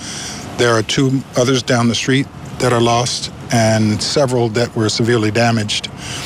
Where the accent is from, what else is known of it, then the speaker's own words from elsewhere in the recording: United States; As an American who is considered a black person, which I'm very proud